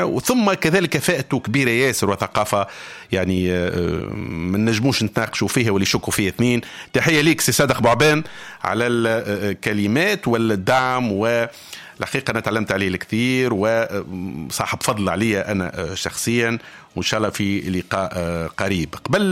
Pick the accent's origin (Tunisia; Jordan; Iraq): Tunisia; accent: Tunisian